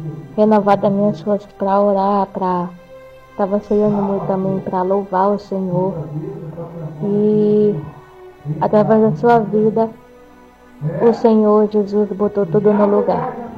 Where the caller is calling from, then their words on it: Tucuruí, Pará, Brazil; Nós somos daqui de Tucuruí